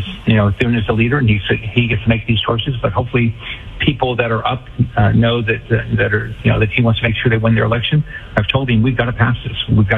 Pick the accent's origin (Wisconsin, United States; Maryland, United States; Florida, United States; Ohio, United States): Florida, United States; I'm from Florida, so we know how to work.